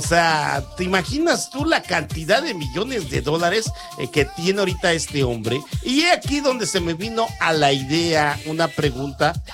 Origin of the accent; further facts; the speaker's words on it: Mexico; nosotros como hispanos y más como mexicanos